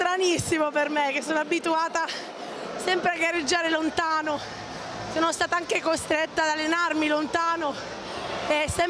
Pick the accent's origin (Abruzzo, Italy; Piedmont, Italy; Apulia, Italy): Apulia, Italy; Taranto; moved away